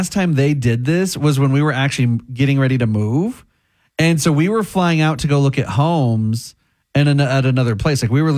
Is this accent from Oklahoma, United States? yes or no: yes; Oklahoma, United States; Surprisingly, I'm born and raised in Oklahoma. That's where he still lives. He's never been to Colorado.